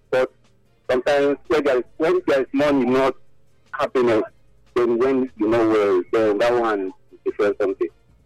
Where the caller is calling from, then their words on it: Kenya; I'm calling from Kenya.